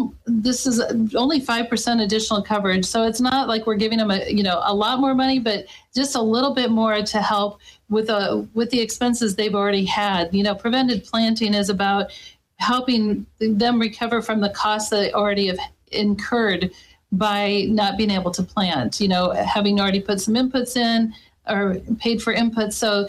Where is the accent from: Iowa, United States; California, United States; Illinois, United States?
Iowa, United States; As farmers, and I'm a farmer from Iowa, so I can speak to the farmers in Iowa.